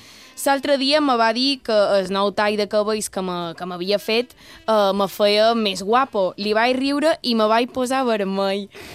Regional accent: Palma, Balearic Islands, Spain; Soc una lota de Palma i vos escolt pràcticament cada vespre en sortir de sa feina.

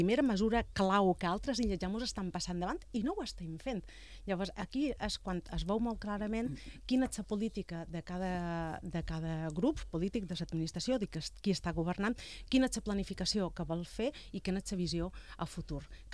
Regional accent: Es Migjorn Gran, Balearic Islands, Spain; Jo som des Mitjor

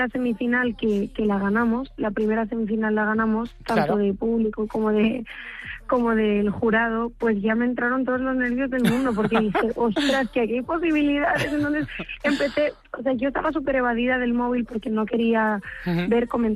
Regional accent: Balearic Islands, Spain; now in Madrid, Spain; y espero estar ahí cantando pronto con mi gente, con mi familia y con mi isla.

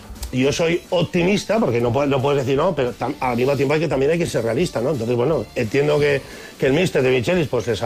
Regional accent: Ibiza, Balearic Islands, Spain; yo soy de Ibiza

